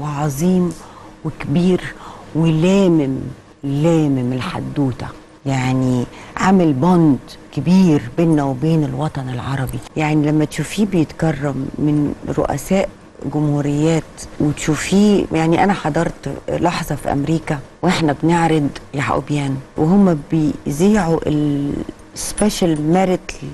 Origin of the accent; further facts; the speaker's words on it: Egypt; فرحتي وفخري كمصرية وكفنانة